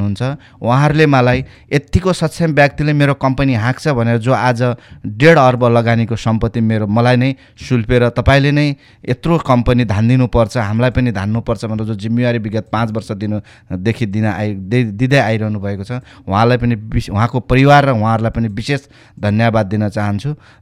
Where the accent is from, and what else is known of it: Pyuthan, Lumbini Province, Nepal; born or raised there; moved away as an adult; now in Nepalgunj, Nepal